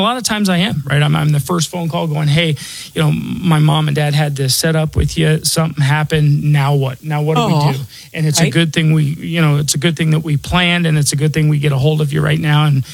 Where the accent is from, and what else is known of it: Denver, Colorado, United States; born or raised there